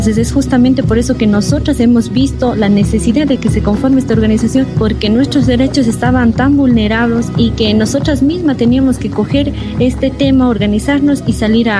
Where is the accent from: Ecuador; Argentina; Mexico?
Ecuador; Molleturo parish, Azuay; soy de la parroquia Moyeturo, provincia de la Suay, de una comunidad donde se encuentra amenazada por un megaproyecto minero.